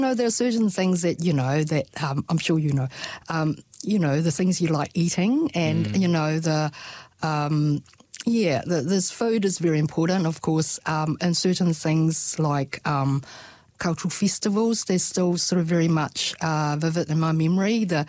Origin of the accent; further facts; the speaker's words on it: Hong Kong; I was born and brought up in Hong Kong. It's a long time ago because I'm in my early 60s.